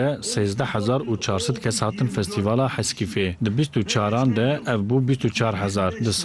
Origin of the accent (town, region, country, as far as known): Hasankeyf, Batman Province, Turkey